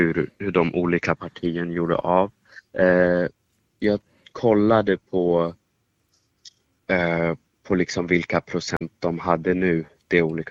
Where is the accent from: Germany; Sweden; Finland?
Germany; born there; Swedish is a second language; Ja, jag är ju född i Tyskland faktiskt.